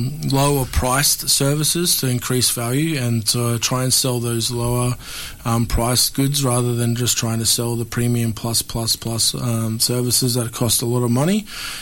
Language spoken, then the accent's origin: English; Queensland, Australia; moved away as an adult; now in George Town, Australia; I'm originally from Queensland. Came down a couple of years ago, about 5 years ago, down here to Tasmania